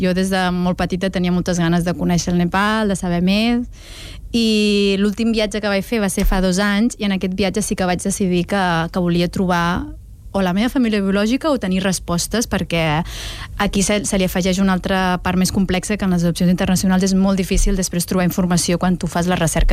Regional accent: Reus, Catalonia, Spain; normalment jo dic soc de Reus i la gent em pregunta, no, realment d'on ets, d'on, sí, vens?

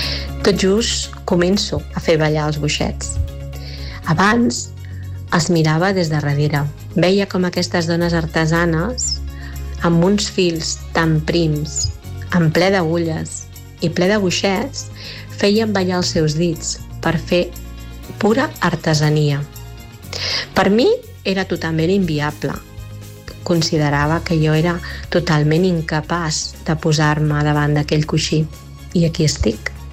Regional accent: Pineda de Mar, Catalonia, Spain; tinc 56 anys, sóc de Pineda de Mar

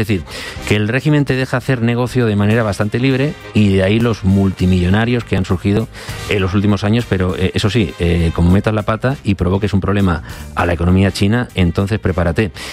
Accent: Mediterranean coast, Spain; born there; now in Madrid, Spain

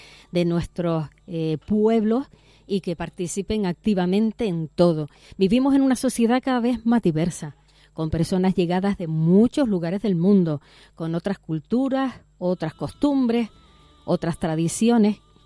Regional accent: Canary Islands, Spain; cómo somos los canarios, ya que estoy hablando de nuestra tierra, cómo somos los canarios.

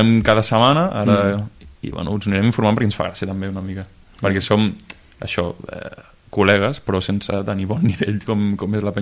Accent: Caldes, Catalonia, Spain; Sí, bueno, la Moraneta no és de Caldes, però som de Caldes nosaltres, clar, és la gràcia. Hi ha més gent de Caldes, no som els únics.

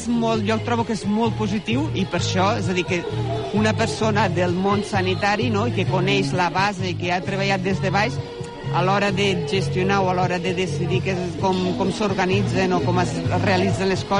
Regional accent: El Vendrell, Catalonia, Spain; Jo soc del Vendrell, jo soc del Vendrell.

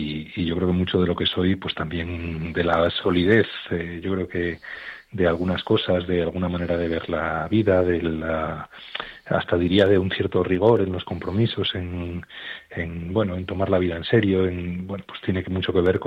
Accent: Oviedo, Asturias, Spain; born there; soy jesuita, soy asturiano

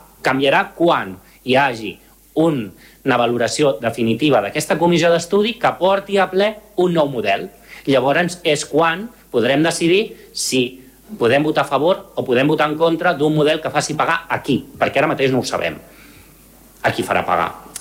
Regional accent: Malgrat de Mar, Catalonia, Spain; els que som de Malgrat i tenim cotxe a Malgrat

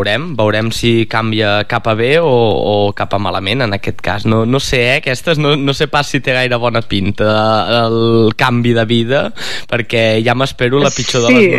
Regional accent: Barcelona, Catalonia, Spain; jo sóc de Barcelona

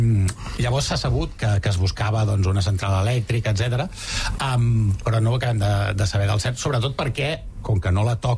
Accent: Granollers, Catalonia, Spain; Clar, és directe. Jo soc de Granollers.

